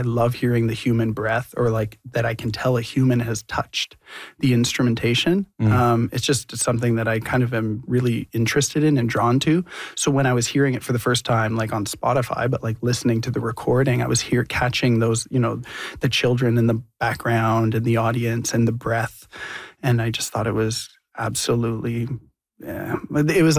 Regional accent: Toronto, Ontario, Canada; born there; Kind of all over. I was actually born in Toronto, mm-hmm.

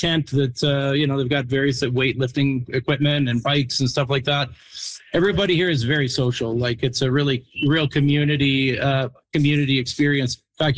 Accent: Saskatchewan, Canada; it makes a lot of sense, you know, that here we are from Saskatchewan doing this.

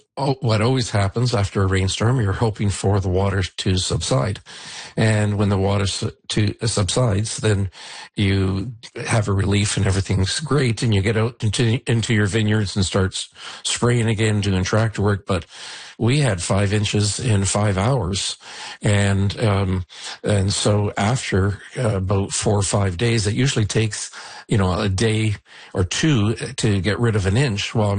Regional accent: Niagara-on-the-Lake, Ontario, Canada; I've lived on this road for 41 years, and I grew up in Niagara on the Lake for 69 years. So it's, my entire life.

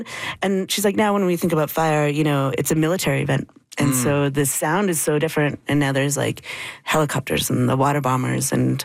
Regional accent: Canada; She's also from Treaty 8. I'm from Treaty 8.

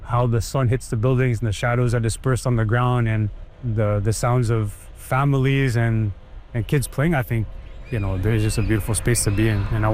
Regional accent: Toronto, Ontario, Canada; I was born and raised in St. Jamestown my whole life.

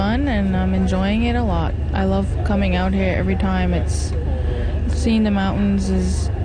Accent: Newfoundland and Labrador, Canada; I'm 26 years old, and I'm from Shashishi, Newfoundland, Labrador.

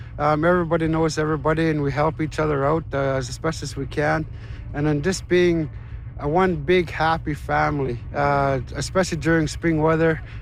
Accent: Kugluktuk, Nunavut, Canada; now in Cambridge Bay, Canada; I'm originally from Kuluktuk.

